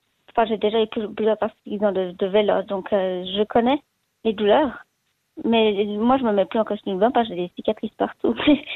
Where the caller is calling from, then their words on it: La Tour-de-Peilz, Vaud, Switzerland; La tour de Passem, près de Vevey, entre Vevey et Montreux.